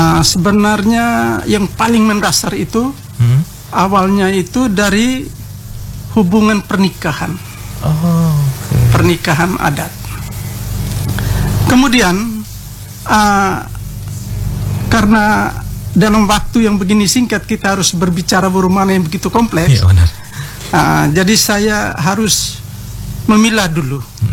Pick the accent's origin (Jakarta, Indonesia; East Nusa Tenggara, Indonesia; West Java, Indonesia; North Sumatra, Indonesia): East Nusa Tenggara, Indonesia; Saya berasal dari Kampung Adat Bolotopo. Jelasnya rumah suku saya suku Atarobo.